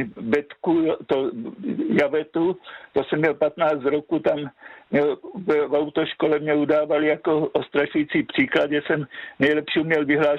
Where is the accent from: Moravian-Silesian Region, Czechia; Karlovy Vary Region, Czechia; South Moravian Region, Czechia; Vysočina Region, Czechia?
South Moravian Region, Czechia; now in Brno, Czech Republic; No, taky pocházím ze Slovácka, jo, takže...